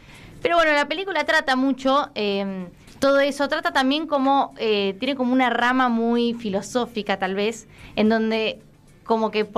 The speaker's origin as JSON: {"language": "Spanish", "country": "Argentina"}